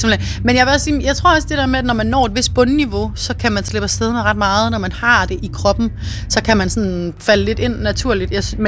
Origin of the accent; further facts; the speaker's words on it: Aarhus, Central Denmark Region, Denmark; Jeg bor her jo, det jeg er jo fra Aarhus